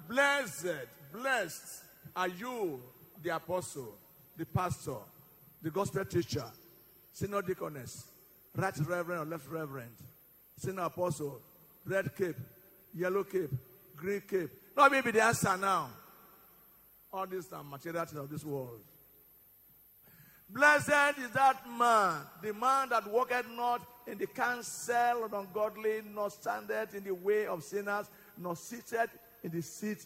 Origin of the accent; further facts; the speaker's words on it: Benin City, Edo, Nigeria; I was born and brought up in Benin City or in Nigeria